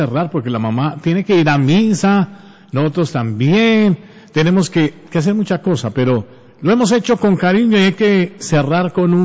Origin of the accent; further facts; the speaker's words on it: Colombia; yo soy orgullosamente hispano, orgullosamente latino. Hablo este castellano, hablo este español, como decimos en la calle. Así es una tierra maravillosa, en la puerta Suramérica, en Colombia